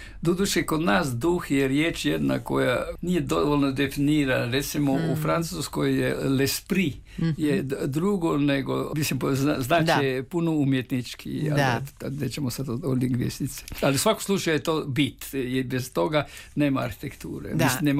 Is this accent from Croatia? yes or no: yes; Hrvatsko Zagorje, Croatia; ja kao lukavi Zagorac